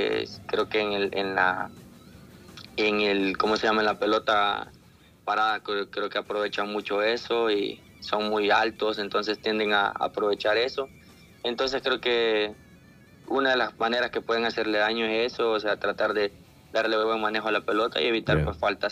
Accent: El Salvador; tenemos que buscar como salvadoreños.

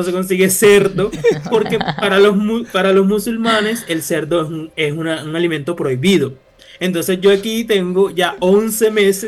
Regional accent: Colombia; now in Istanbul, Turkey

